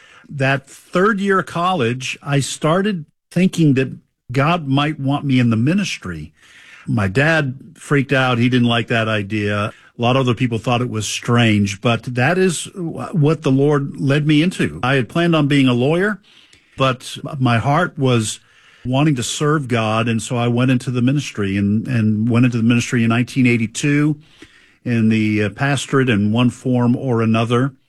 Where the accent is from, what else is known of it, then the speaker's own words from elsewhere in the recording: Boston, Massachusetts, United States; I was raised in the New England area, the Boston area.